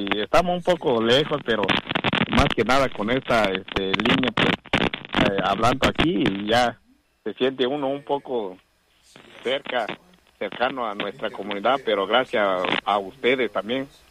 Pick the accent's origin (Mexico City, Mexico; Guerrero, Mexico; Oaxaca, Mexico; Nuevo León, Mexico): Oaxaca, Mexico; now in Washington, United States; Originario ahí de Santa Catarina, Noltepe, ahí en pegado con Cuxtlahuaca, ahí paisano.